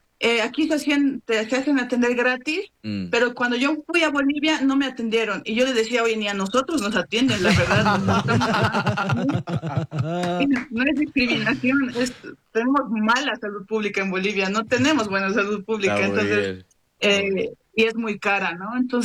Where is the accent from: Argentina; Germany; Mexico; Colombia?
Argentina; Liniers, Buenos Aires; de un lugar lejano, un lugar que nadie conoce, un lugar que nadie quiere ir y no saben cómo llegar. Vengo de Liniers.